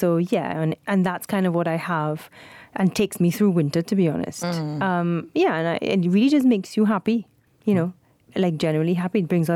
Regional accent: St. James, Port of Spain, Trinidad & Tobago; Because I grew up in St. James, and St. James is, like most parts of Trinidad, because it's hot, everybody's windows open, and someone's always playing music.

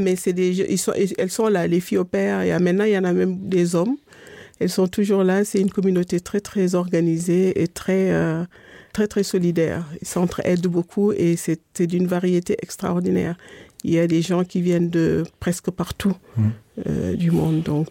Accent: Dakar, Senegal; born there

